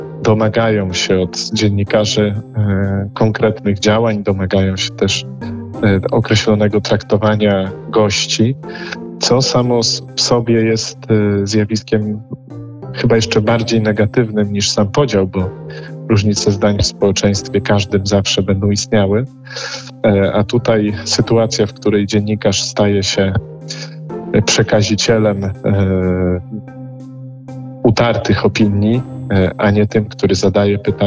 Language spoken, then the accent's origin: Polish; Warsaw, Masovian Voivodeship, Poland; Tak, oczywiście chodziłem do kościoła parafialnego Świętej Rodziny na Zaciszu.